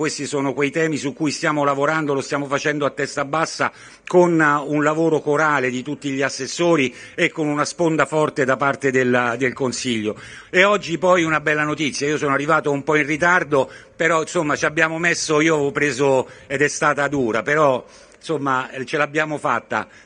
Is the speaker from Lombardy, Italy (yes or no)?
no; Rome, Lazio, Italy; quel centro storico che da romano noi abbiamo sempre amato.